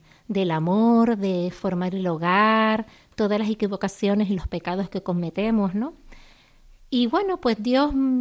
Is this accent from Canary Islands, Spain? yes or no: yes; Las Palmas, Canary Islands, Spain; moved away; also born or lived in Madrid / Fuensalida; Yo he vivido, aunque soy de Las Palmas, 24 años en Madrid. Y ahora hace 10 años que estoy en Las Palmas, otra vez en mi tierra. Yo siempre digo que mi tierra es Gran Canaria, mi ciudad Madrid, y mi pueblo Fuensalida, que es un pueblo de Toledo.